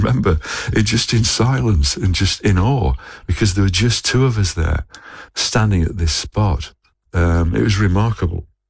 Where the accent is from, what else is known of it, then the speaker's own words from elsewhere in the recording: Sheffield, Yorkshire and the Humber, United Kingdom; accent: Yorkshire; moved away; I'm from Sheffield, from Yorkshire originally. He does a really good impression of me with a Yorkshire accent.